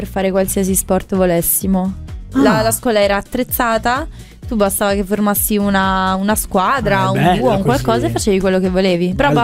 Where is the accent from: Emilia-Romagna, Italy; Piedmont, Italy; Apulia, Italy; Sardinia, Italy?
Apulia, Italy; born there; Io invece mi ricordo che nella mia scuola in Puglia abbiamo sempre fatto fino al sabato.